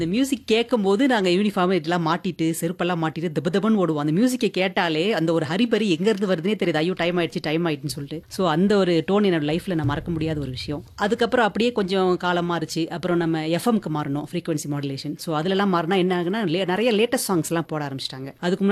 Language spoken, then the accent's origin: Tamil; Chennai, Tamil Nadu, India; நான் வந்து பிறந்து வளர்ந்ததெல்லாம் சென்னையில்.